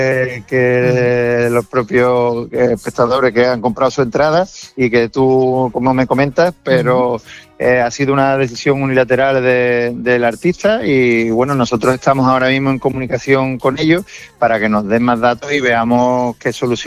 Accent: Seville, Andalusia, Spain

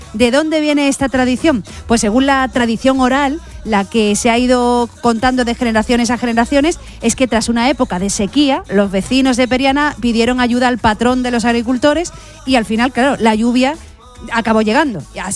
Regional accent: Málaga, Andalusia, Spain; yo soy malagueña y andaluza

